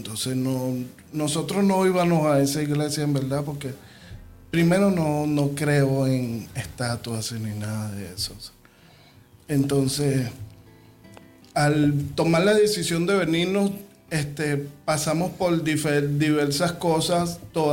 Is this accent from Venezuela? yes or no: yes; Venezuela; moved away as an adult; now in United States; antes vivía en Venezuela, como lo acabo de decir, soy venezolano, vivía en Venezuela.